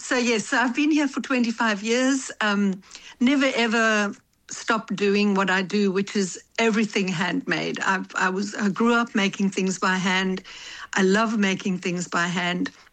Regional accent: Namibia; moved away as an adult; now in Melbourne, Australia; I'm originally from Africa. I grew up in Namibia. I've been in Australia for 25 years.

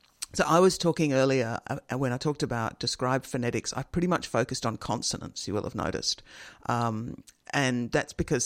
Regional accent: Australia; accent: general Australian; I first of all read it out myself in my general Australian accent

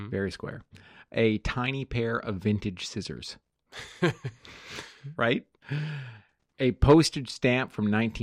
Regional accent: Canada; moved away; I'm Canadian

